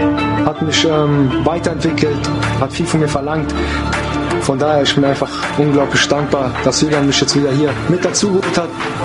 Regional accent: Germany; born there; Ich bin in Deutschland geboren, von daher ist es für mich besonders gewesen, für mein Land zu spielen. Aber ich bin natürlich auch irgendwo auch froh und stolz, auch meine Wurzeln stolz gemacht zu haben.

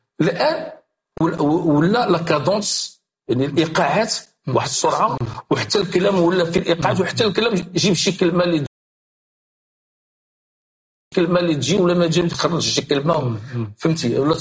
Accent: Morocco; في واحد 51 نوع في الحضاري عندنا في المغرب،

